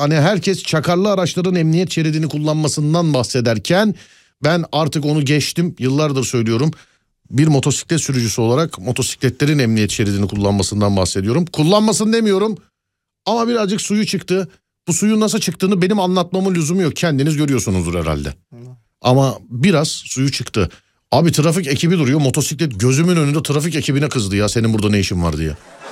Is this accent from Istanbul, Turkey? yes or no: yes; Istanbul, Turkey; bir İstanbullu olarak